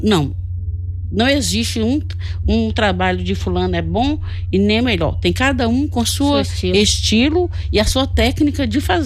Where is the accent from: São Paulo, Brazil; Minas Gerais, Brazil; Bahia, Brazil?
Minas Gerais, Brazil; Jequitinhonha; Falei, sou de Jequitinhonha, você é do Vale? Eu falei, é do Vale, mas dentro do Vale tem uma cidade que chama Jequitinhonha, que é o coração do Vale. Eu sou de lá e essas coisas são tudo lá.